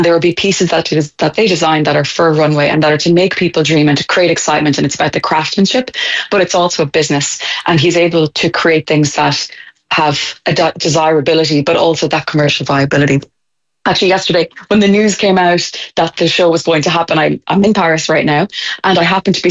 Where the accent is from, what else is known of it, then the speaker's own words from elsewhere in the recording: Galway, Connacht, Ireland; It was my dream growing up in Galway to have that type of career.